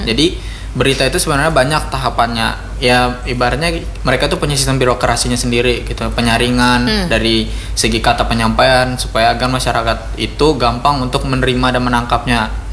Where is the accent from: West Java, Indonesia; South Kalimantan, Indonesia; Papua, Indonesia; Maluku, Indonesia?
South Kalimantan, Indonesia; Banjarmasin; kita orang Banjarmasin